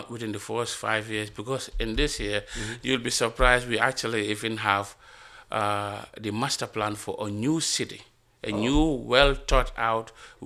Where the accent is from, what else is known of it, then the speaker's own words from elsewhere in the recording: Gambia; I'm from the Gambia.